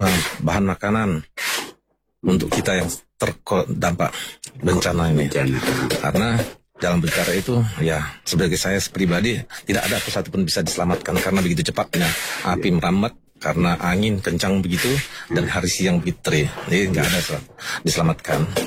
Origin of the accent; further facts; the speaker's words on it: Aceh, Indonesia; also born or lived in Medan; Karena selain saya lahir di Medan, di Tapanuli, tapi saya besar di Aceh ini, khususnya di Kota Luxembourg.